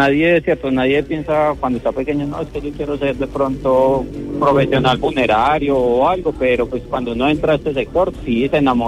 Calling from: Pereira, Risaralda, Colombia; Desde la ciudad de Pereira.

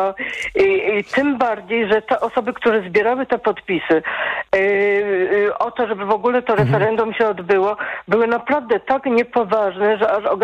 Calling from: Kraków, Lesser Poland, Poland; jestem z Krakowa

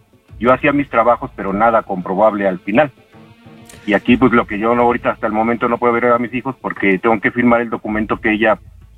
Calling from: Iztacalco, Mexico City, Mexico; De aquí, de Iztacalco.

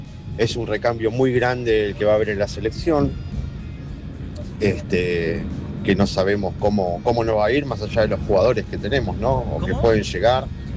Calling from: Temperley, Buenos Aires Province, Argentina; de Temperley.

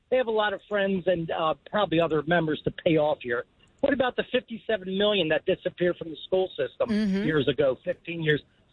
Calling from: Catonsville, Maryland, United States; Well, I'm actually from Catonsville

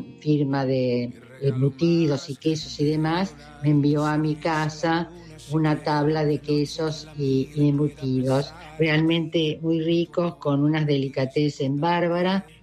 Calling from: Buenos Aires, Argentina; de Caballito.

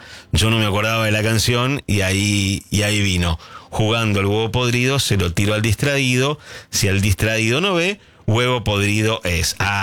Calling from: Maipú, Mendoza, Argentina; de Mendoza, desde Maipú.

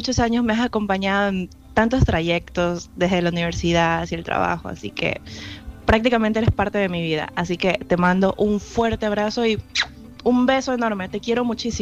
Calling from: Guayaquil, Guayas, Ecuador; soy de la ciudad de Guayaquil

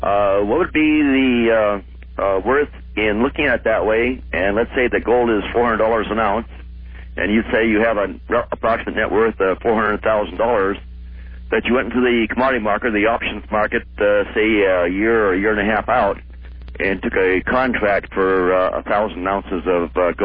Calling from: Vancouver, Washington, United States; I'm calling from Vancouver, Washington.

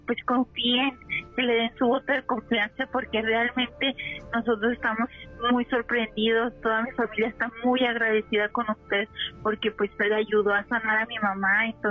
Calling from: Chino, California, United States

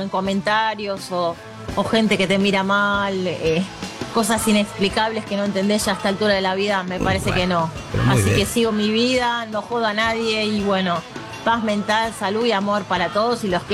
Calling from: Banfield, Buenos Aires Province, Argentina; de Banfield.

